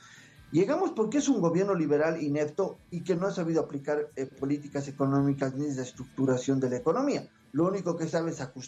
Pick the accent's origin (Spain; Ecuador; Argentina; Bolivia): Bolivia